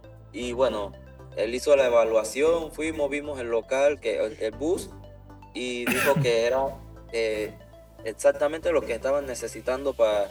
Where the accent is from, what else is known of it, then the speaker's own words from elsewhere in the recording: Chitré, Herrera, Panama; Sí, somos de acá, de Chitré.